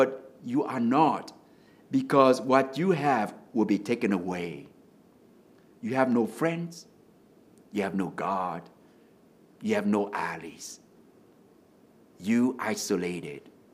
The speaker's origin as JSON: {"language": "English", "country": "Vietnam", "second_language": "English", "moved": "yes", "lives_now": "United States", "said": "Because for me, when I came here from Vietnam, we have to learn two words, thank you and excuse me. So as I'm speaking English in the United States"}